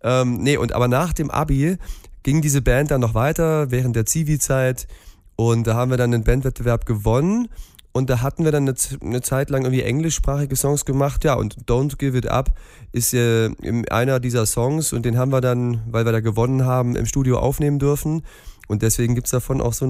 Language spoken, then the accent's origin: German; Saxony, Germany; born or raised there; accent: Saxon